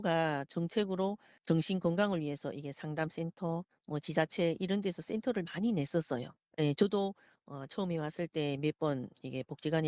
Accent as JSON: {"language": "Korean", "country": "North Korea", "moved": "yes", "lives_now": "South Korea", "said": "우리 탈북민들"}